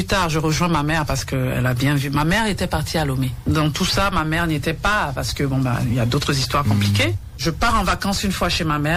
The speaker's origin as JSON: {"language": "French", "town": "Cotonou", "region": "Littoral", "country": "Benin", "tie": "born there", "also_born_or_lived": "Nigeria / Abuja, Nigeria", "said": "Je me retrouve à Saint-Jean, à Romain-Légbé-Sivon-Mais. Moi, j'ai grandi là-bas."}